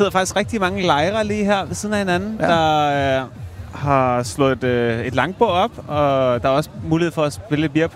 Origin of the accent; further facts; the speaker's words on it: Roskilde, Zealand, Denmark; born there; vi er fra Roskilde.